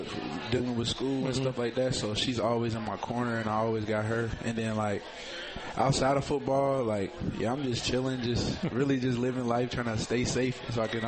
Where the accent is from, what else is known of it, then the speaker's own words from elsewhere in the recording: Louisville, Kentucky, United States; I grew up in the West End of Louisville.